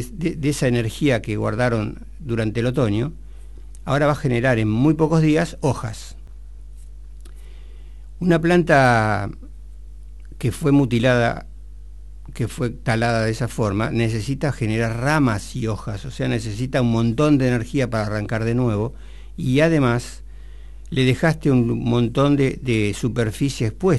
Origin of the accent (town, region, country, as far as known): General Villegas, Buenos Aires Province, Argentina